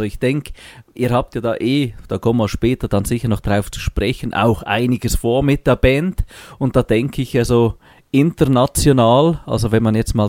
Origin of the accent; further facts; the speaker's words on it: Basel, Basel-Stadt, Switzerland; Das finde ich ziemlich lustig, weil ich ja ursprünglich auch von da bin. Ich komme ursprünglich aus Basel.